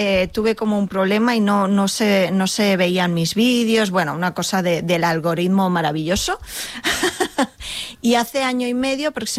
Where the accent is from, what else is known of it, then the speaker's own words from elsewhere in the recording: Molins de Rei, Catalonia, Spain; also born or lived in Barcelona; Bueno, yo nací en Barcelona, soy nacida en Barcelona, pero yo me he criado aquí en Molins.